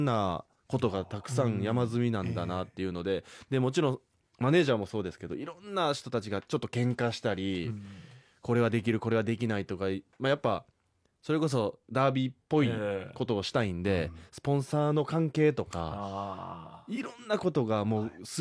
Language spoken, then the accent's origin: Japanese; Osaka, Japan; 大阪で育って